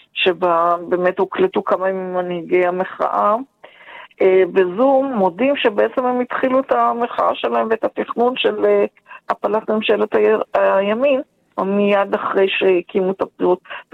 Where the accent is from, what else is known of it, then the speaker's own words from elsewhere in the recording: Hebron, West Bank, Palestine; moved away as an adult; אני גדלתי בחברון, אז נשואה ומאז אני לא גרה.